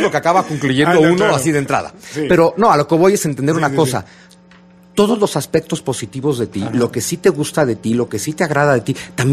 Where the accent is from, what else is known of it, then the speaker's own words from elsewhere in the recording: Mexico; A mí lo que me desespera mucho como mexicano es el fanatismo.